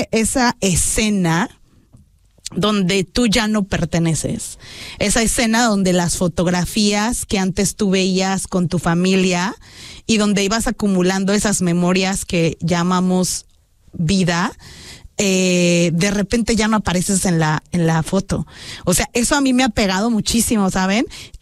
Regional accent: State of Mexico, Mexico; Me están hablando desde México, del Estado de México, de donde soy yo.

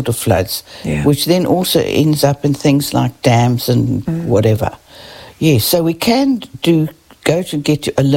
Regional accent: Cape Town, Western Cape, South Africa; moved away; I grew up in South Africa

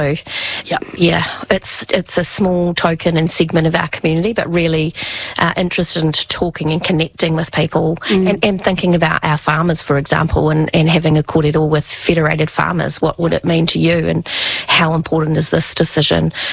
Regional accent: Wellington, New Zealand; Wairarapa proud. I love that I come from Wairarapa.

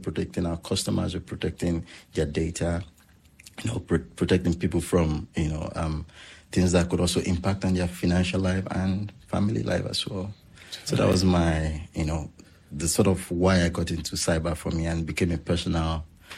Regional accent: Nigeria; moved away as an adult; now in New Zealand; I'm originally from Nigeria. I moved to New Zealand 11 years ago. So, New Zealand is home for me now, and I must say I've been blessed, living in this country.

